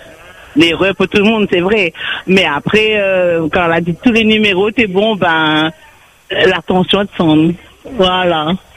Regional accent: Saint-Louis, Réunion; La rivière Saint-Louis.

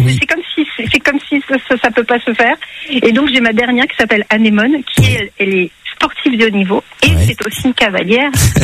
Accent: Grand Est, France; Moi, je suis originaire d'Alsace, mais c'est un département qui a vraiment sa couleur, sa typicité, qui est très beau.

